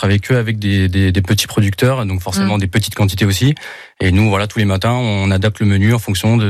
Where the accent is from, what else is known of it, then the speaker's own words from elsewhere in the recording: Grand Est, France; now in Pic Saint-Loup, France; En Lorraine, parce qu'on est originaire de Lorraine